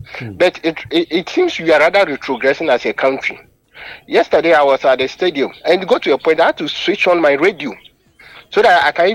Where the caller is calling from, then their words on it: Ghana; calling from Bukrum Estate.